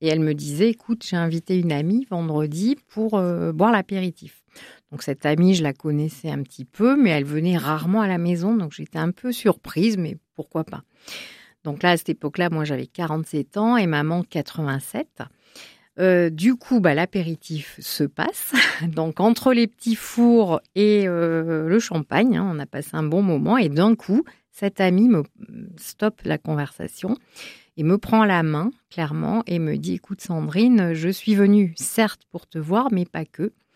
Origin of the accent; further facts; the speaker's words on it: Pau, Nouvelle-Aquitaine, France; born there; Donc effectivement, je suis née bien à Pau.